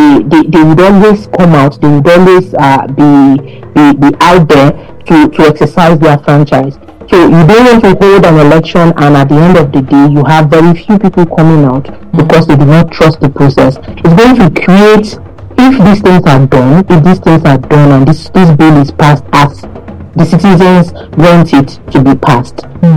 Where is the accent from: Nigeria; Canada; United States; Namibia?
Nigeria; I am also a Nigerian youth, right?